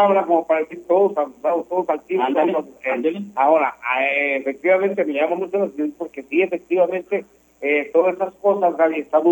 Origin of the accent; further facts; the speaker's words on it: Indé, Durango, Mexico; born there; Sí, nací en Indé, Durango.